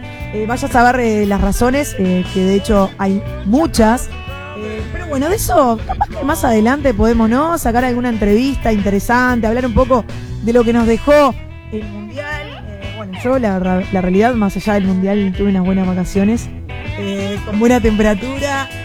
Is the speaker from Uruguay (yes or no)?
yes; Uruguay; como buena uruguaya también hinchando por Argentina.